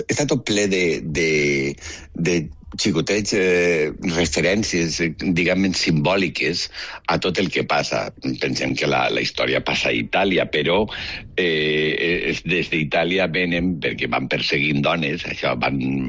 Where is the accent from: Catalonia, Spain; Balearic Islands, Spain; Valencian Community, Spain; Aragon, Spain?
Valencian Community, Spain; Valencia; sóc valencià de València